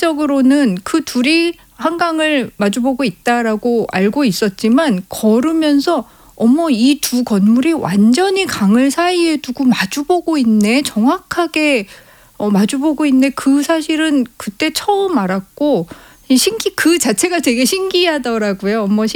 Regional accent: Seoul, South Korea; 예, 제가 그 마을에서 태어났고 제가 태어난 집에서 걸어서 20분 거리에 지금 20년째 살고 있어요.

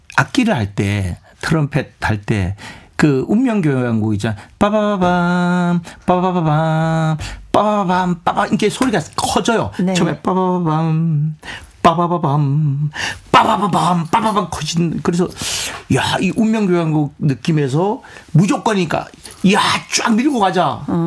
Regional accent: Samcheok, Gangwon, South Korea; accent: Samcheok dialect (Gangwon with Gyeongsang intonation)

